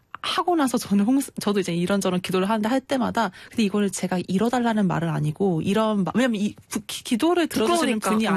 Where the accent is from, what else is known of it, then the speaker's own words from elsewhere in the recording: South Chungcheong, South Korea; born there; moved away; 제 본가가 충청남도에 있거든요.